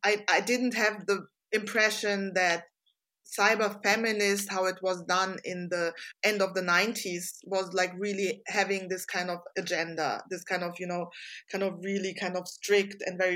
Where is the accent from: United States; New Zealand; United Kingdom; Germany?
Germany; my family is from Serbia. I grew up in West Germany.